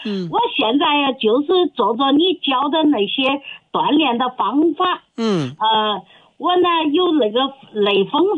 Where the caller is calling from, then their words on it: Guizhou, China; 我是贵州的呀。